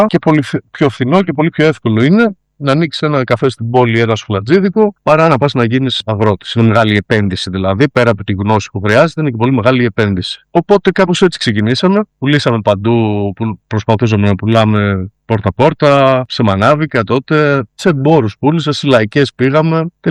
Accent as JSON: {"language": "Greek", "town": "Trikala", "region": "Thessaly", "country": "Greece", "said": "στην πόλη μου, στα Τρίκαλα"}